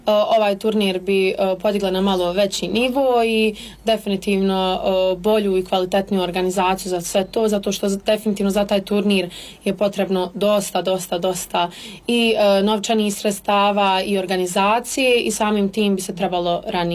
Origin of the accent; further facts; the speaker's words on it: Gračanica, Federation of Bosnia and Herzegovina, Bosnia & Herzegovina; Ekipe su bile iz Lukavca, Srebrenika, Ilijaša, Brezi, Gračanice, odakle sam ja